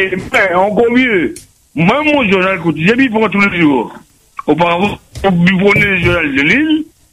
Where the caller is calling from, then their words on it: Saint-Benoît, Réunion; Spécialement de Saint-Benoît